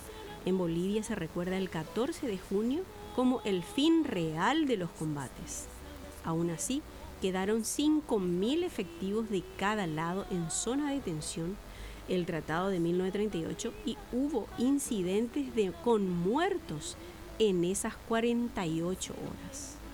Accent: Paraguay; lo que nos identifica como paraguayos.

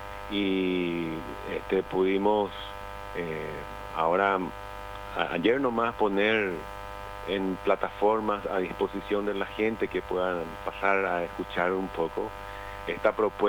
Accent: Paraguay; nosotros somos un país tan chiquito en medio de potencias, uh-huh, como Brasil, Argentina, Colombia

